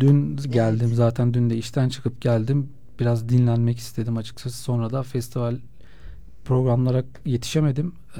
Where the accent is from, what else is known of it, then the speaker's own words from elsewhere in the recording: Ankara, Turkey; Ben de çünkü İstanbul'da yaşamıyordum. Ankaralıyım. Giresun'dan mezun oldum.